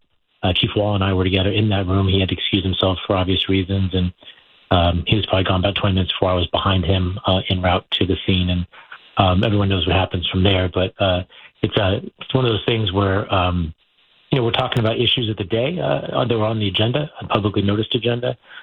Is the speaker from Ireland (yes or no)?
no; San Diego, California, United States; As you mentioned, I grew up in San Diego, in Claremont. I went to Madison High School